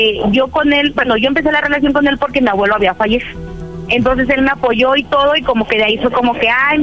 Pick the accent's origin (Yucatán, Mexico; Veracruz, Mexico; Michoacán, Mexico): Michoacán, Mexico; Morelia; now in State of Mexico, Mexico; yo tengo 31, soy originaria de Michoacán, de Morelia, pero ahorita vivo aquí en el Estado de México.